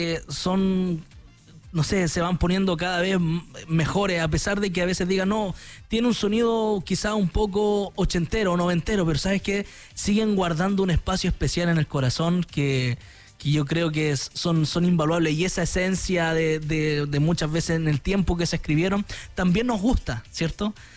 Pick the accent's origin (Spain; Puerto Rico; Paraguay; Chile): Chile; para mí como chileno